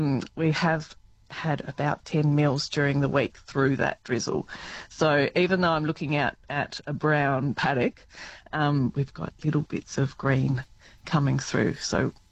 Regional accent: Tasmania, Australia; moved away; also born or lived in Kimberley / Pilbara; I lived in the Kimberley and the Pilbara for a few years, so I have done, and I'm from Tasmania

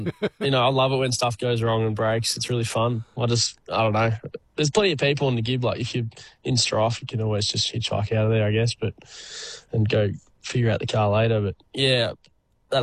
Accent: Victoria, Australia; I'm from Victoria, so, yeah, back home there eventually.

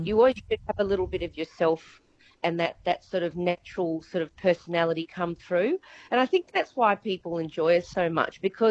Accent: Sydney, New South Wales, Australia; moved away as an adult; also born or lived in Middle East; now in Perth, Australia; I started off in Sydney with a band called … because I'm from Sydney.

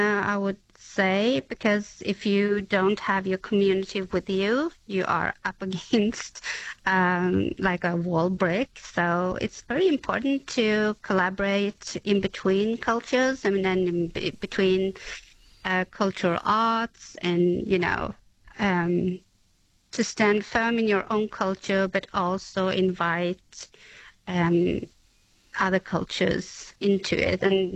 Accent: Sweden; So we travel from Sweden, and I'm First Nation from Sweden, so we are called Samia.

